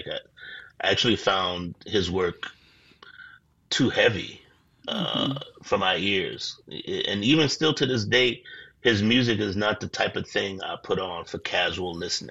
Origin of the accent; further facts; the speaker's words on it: New Orleans, Louisiana, United States; And growing up in New Orleans, too, which is still very rooted in the culture.